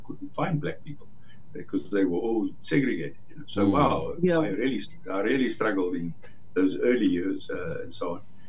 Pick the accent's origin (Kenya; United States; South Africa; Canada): Kenya; Nakuru, Rift Valley; born there; I was born in Kenya, which is in East Africa. Yeah, so I was born in a little dorpie called Nakuru